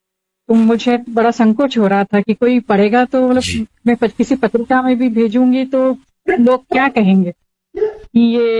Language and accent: Hindi; Bhopal, Madhya Pradesh, India; मैं भोपाल से हूँ और गृहिणी हूँ